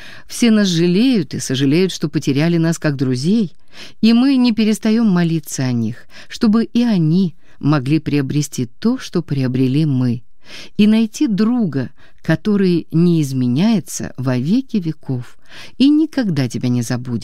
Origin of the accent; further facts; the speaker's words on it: Odesa, Odesa Oblast, Ukraine; moved away as an adult; now in Canada; Сами мы из Украины, Одессы. Жили там всю нашу молодость